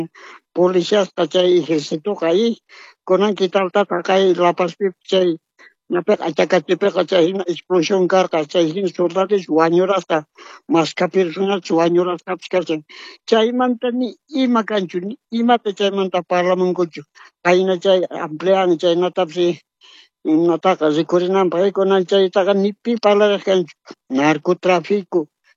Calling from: Tiquipaya, Cochabamba, Bolivia; Yo estoy llamando en Cochabamba, Tiquipa

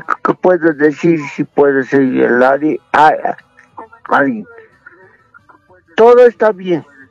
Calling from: La Paz, Bolivia; Le llamo de la ciudad de La Paz.

